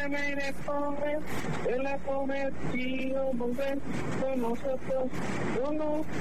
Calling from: Torreón, Coahuila, Mexico; De Torreón.

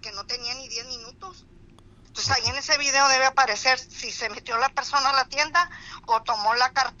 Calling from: Palau, Coahuila, Mexico; vivo en Palau, Coahuila

